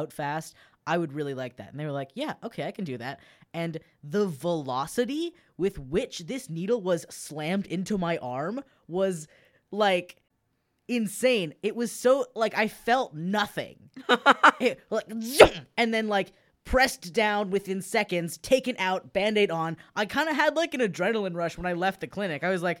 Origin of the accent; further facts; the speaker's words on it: Canada; Because what else are you? I'm Canadian.